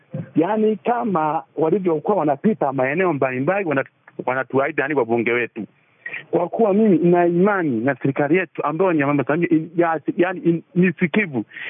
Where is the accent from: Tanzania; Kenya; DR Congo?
Tanzania; Bariadi, Simiyu; Kwa majina … natokea kijiji cha Bareni Bariadi, Tanzania.